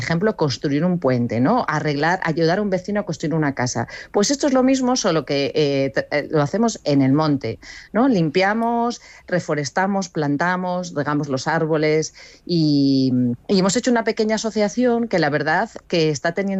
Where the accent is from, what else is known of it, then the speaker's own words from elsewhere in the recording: Riego de la Vega, Castile and León, Spain; Hola, ¿qué tal? Soy del Riego, del Riego.